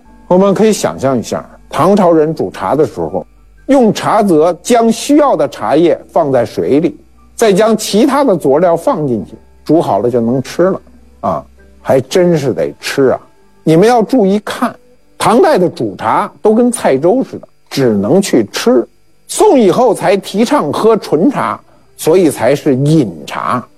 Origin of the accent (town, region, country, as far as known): China